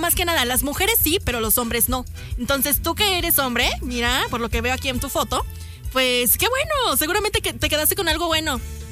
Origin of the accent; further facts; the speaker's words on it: Mexico; soy de México